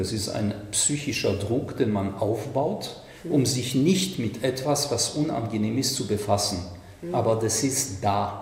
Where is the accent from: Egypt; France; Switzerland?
France; Ich komme aus Frankreich.